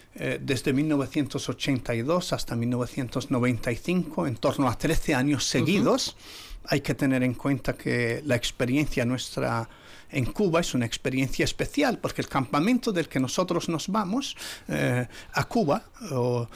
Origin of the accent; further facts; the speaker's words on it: Western Sahara; pues pudimos sobrevivir y seguir existiendo como pueblo saharaui.